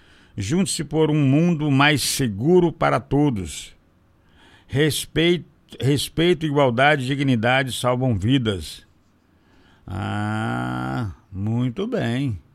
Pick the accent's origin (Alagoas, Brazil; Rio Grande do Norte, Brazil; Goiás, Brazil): Goiás, Brazil; now in Barra do Garças, Brazil; Não é porque eu sou goiano, não.